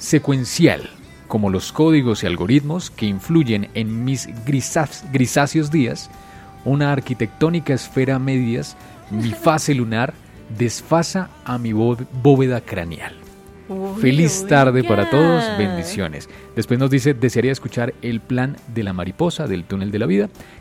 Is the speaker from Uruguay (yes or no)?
no; Colombia